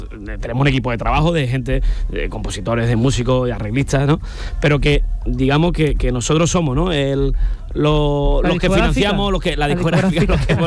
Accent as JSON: {"language": "Spanish", "town": "Rincón de la Victoria", "region": "Andalusia", "country": "Spain", "said": "porque nosotros somos de aquí, de Rincón de la Victoria, claro. de Málaga, un pueblo marinero donde se vive la Virgen del Carmen"}